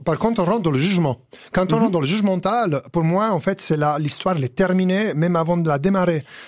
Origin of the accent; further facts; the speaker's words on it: Italy; Les gens, normalement, me disent pas que je suis un Italien.